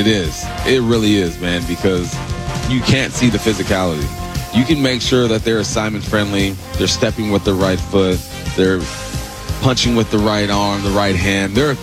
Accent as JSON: {"language": "English", "region": "California", "country": "United States", "said": "You know, we're both from California."}